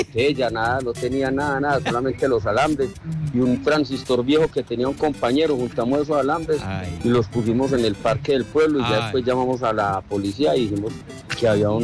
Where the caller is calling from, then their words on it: Jericó, Antioquia, Colombia; de Jericó, Antioquia.